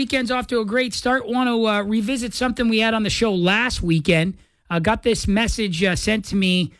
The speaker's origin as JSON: {"language": "English", "town": "Windsor", "region": "Ontario", "country": "Canada", "tie": "born or raised there", "said": "And where I grew up in Windsor, Ontario, there was a ton of Taco Bells."}